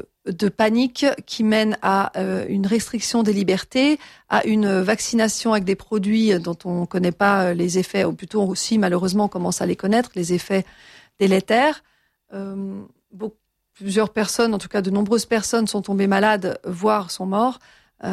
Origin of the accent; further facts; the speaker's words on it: Geneva, Switzerland; also born or lived in Ferney-Voltaire, France; Mes parents étaient ingénieurs au CERN, et donc, par la force des choses, je suis née à Genève. Mais j'y ai passé presque toute ma vie, sachant quand même que j'ai fait l'école primaire, l'école secondaire en France, voisine, à Ferney-Voltaire. Et je me sens vraiment binationale